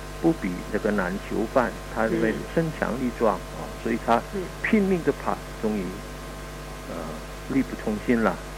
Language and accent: Chinese; Indonesia; 我们印尼话来讲